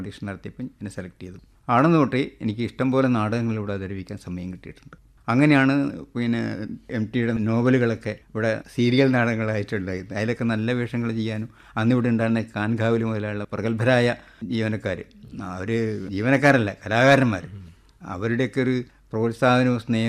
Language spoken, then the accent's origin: Malayalam; Kozhikode, Kerala, India; സാറേ ഞാൻ കോഴിക്കോടുകാരനാണ്